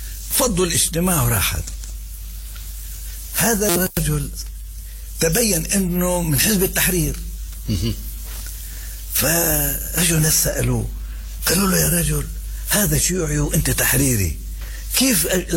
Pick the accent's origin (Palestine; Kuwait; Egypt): Palestine; Jerusalem; أنا من القدس